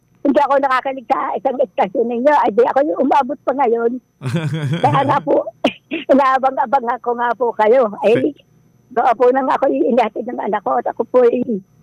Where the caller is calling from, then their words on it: Lucena, Calabarzon, Philippines; Kagailaya ngayon po, Lucena City.